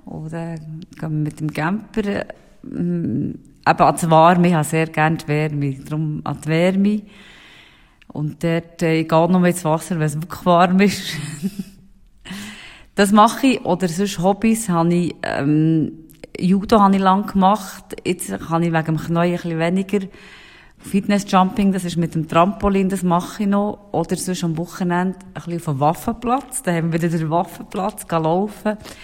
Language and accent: German; Thun, Bern, Switzerland; Ja, ich finde Thun wunderschön, also es ist meine Heimat. Ich möchte nicht anders wohnen